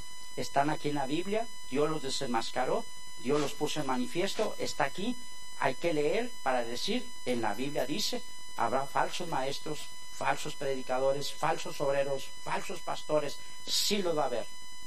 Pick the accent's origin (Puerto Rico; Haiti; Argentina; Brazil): Haiti; now in United States; Cuando yo vine de Haití y llegamos a Florida, y yo en el avión podía ver toda la playa lujosísima